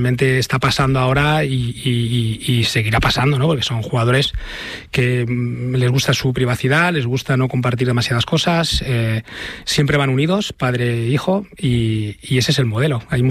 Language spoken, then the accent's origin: Spanish; Leganés, Community of Madrid, Spain; da la coincidencia que también soy de Leganés, entonces le conozco, soy de Leganés, entonces le conozco también de allí